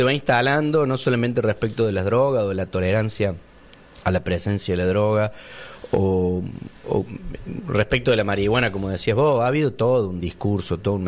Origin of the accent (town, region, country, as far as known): Argentina